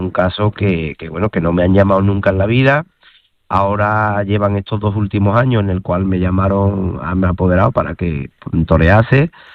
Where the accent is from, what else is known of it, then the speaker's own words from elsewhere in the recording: Seville, Andalusia, Spain; El caso de Sevilla, la cual yo considero mi tierra